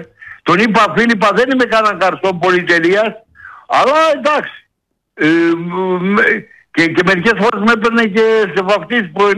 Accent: Skydra, Central Macedonia, Greece; Φίλοι είμαστε από τη Σκύδρα.

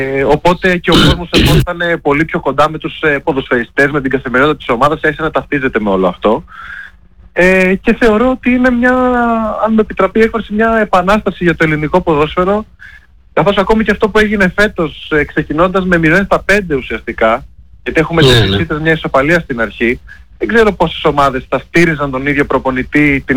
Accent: Kavala, Eastern Macedonia and Thrace, Greece; moved away; κατάγομαι από την Καβάλα και ήμουνα στη φάση του να μείνω να φύγω από την Καβάλα.

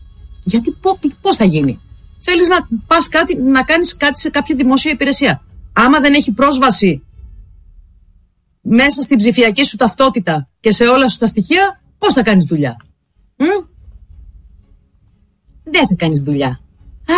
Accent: Greece; born there; Και ότι είμαι τυχερή που έχω γεννήθηκα στην Ελλάδα που έχει ήλιο και καλό καιρό.

